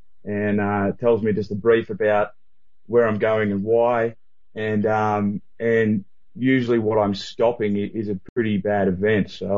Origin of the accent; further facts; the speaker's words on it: Alice Springs, Northern Territory, Australia; I grew up in Alice Springs